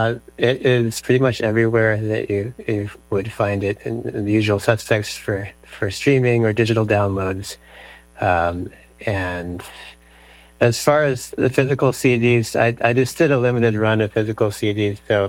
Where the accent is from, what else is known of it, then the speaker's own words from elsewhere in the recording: Atlanta, Georgia, United States; I'm from Atlanta originally in Georgia.